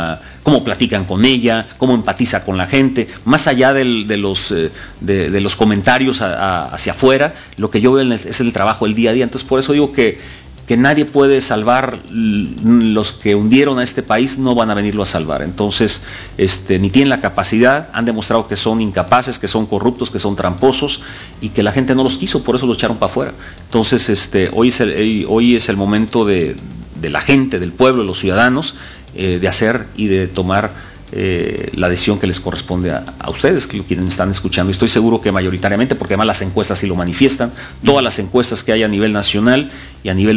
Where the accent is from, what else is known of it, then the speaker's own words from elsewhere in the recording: Colima, Mexico; la capital de nuestro estado